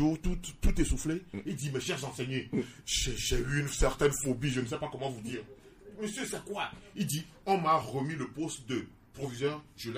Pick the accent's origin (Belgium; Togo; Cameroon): Togo; Non, je ne suis pas européen, je suis togolais.